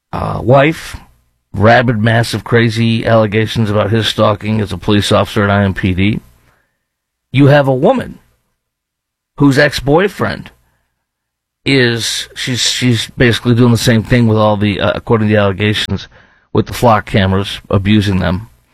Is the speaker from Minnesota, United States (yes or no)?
no; Chicago, Illinois, United States; now in Indiana, United States; See, I'm a Midwest guy, born and raised in Chicago, but you know when I'm here, our fall sucks.